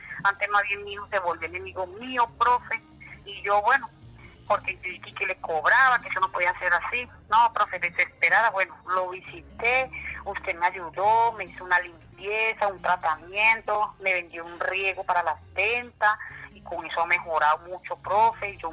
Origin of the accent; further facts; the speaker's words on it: Venezuela; moved away as an adult; llevo ya 11 años y medio acá viviendo, pues ahí poco a poco, pues yo llegué de Venezuela